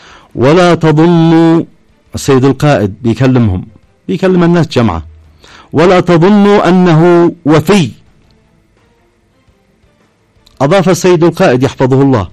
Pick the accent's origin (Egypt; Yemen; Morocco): Yemen